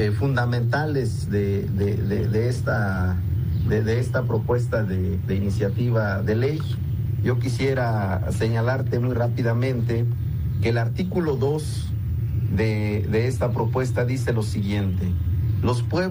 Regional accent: Mexico

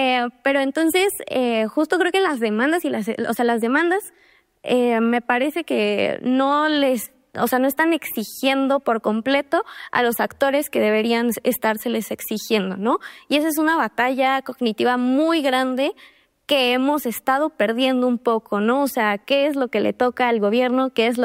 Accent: Mexico City, Mexico; Pero como chilanga

